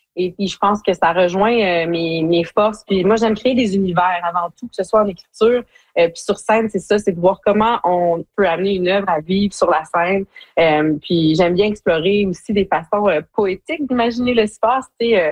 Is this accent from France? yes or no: no; Hearst, Ontario, Canada; Et je viens de Hearst, dans le nord de l'Ontario, mais j'ai de la famille qui est à Geraldton, qui est à Long-Lac, qui est dans ces différentes régions-là.